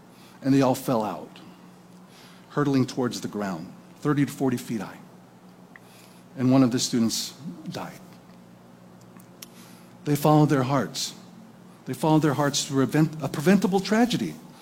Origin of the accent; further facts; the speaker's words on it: Napa, California, United States; moved away; back to Napa, California, my hometown.